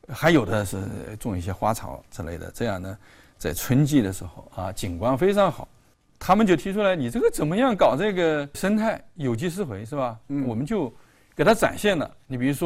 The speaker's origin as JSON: {"language": "Chinese", "region": "Fujian", "country": "China", "said": "像我们闽南人是吧？"}